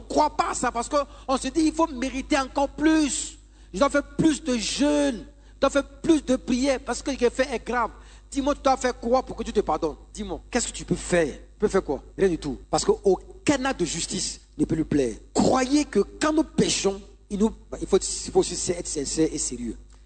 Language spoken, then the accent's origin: French; Abidjan, Côte d’Ivoire; also born or lived in Bingerville; moi, j'ai grandi à Yopougon. Je connais chez moi. C'est mon environnement. J'ai grandi là-bas.